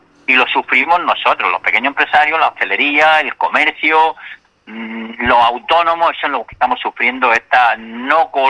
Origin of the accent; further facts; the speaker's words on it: Águilas, Region of Murcia, Spain; born there; Llevo muchísimos años aquí en la hostelería. Yo nací aquí en Águila